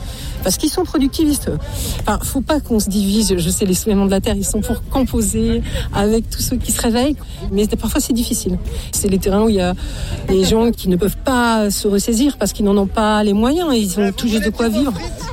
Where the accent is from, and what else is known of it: Le Havre, Normandy, France